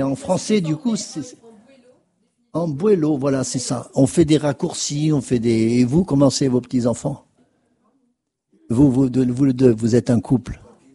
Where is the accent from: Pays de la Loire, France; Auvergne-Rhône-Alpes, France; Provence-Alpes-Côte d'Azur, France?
Auvergne-Rhône-Alpes, France